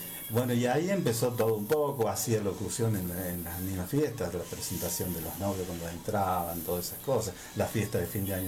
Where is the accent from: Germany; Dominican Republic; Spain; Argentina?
Argentina; Alpa Corral, Córdoba; Soy serrano por naturaleza, nací acá en Alpacorral justamente. Mi infancia, mi niñez fue transcurrida en la sierra, en plena sierra, allá cerca de las tapias, un poco más arriba, en el campo que tenía mi abuelo. Yo me crié con mis abuelos.